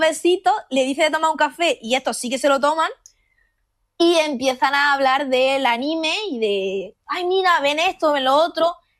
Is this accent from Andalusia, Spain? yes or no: yes; Jaén, Andalusia, Spain; now in Getafe, Spain; yo, por ejemplo, que soy de 2001, que soy de Jaén